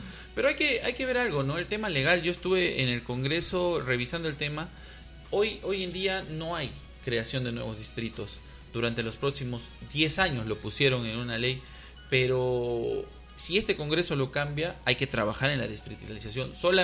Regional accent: Peru; Yo soy de Nuevo Horizonte

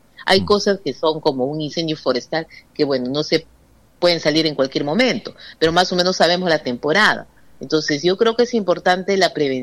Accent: Peru

